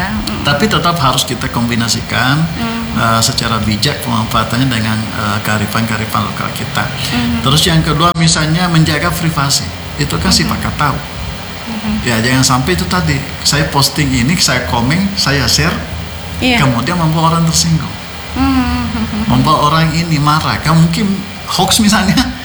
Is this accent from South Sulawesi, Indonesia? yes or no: yes; South Sulawesi, Indonesia; kearifan lokalnya kita sebagai Bugis Makassar.